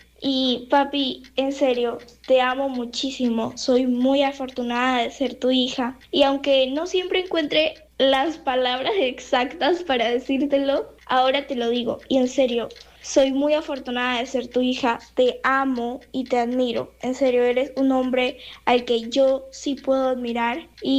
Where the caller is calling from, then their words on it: Ecuador; les escribo desde Ecuador.